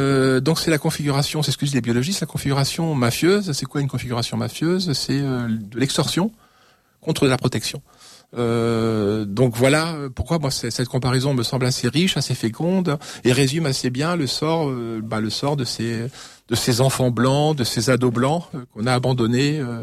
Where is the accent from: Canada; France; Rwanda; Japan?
France; Paris, Île-de-France; Moi, je suis parisien. Alors, je suis trop jeune, certes. Mais mes parents sont parisiens, petits bourgeois, mais quand même néanmoins parisiens.